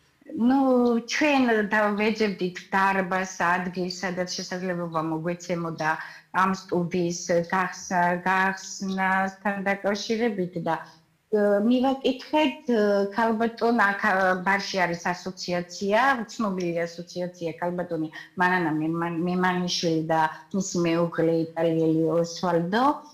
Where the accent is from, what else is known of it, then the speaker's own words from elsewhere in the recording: Guria, Georgia; რადგან ჩვენ გურულები ვართ, ჩემი მეუღლე დარწმეული არის და ამ დიდ პატრონს გურიას